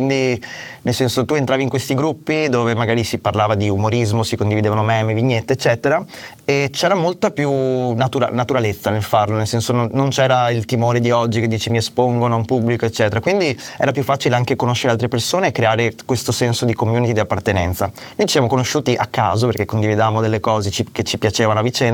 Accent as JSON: {"language": "Italian", "region": "Veneto", "country": "Italy", "said": "Io sono veneto"}